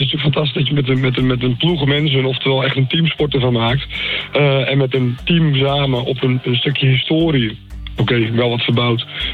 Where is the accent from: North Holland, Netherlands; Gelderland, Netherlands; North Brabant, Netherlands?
North Holland, Netherlands; als Hollanders, als West-Friese